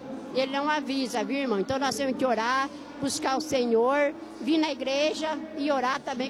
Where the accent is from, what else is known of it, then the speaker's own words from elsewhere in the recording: Paraná, Brazil; porque ela sabe que eu sou do Paraná também.